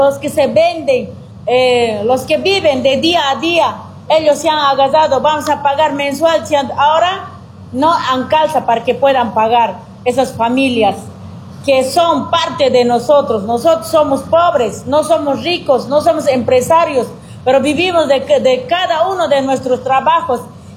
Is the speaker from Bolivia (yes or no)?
yes; Bolivia; Nosotros somos bolivianos, de aquí vivimos